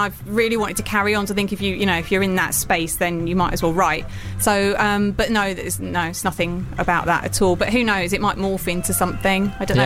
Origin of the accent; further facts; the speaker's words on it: United Kingdom; being British